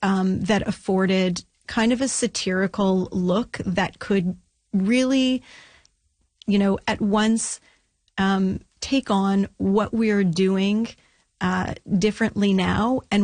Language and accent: English; Ottawa, Ontario, Canada; I visited it as a child. I'm actually from Ottawa originally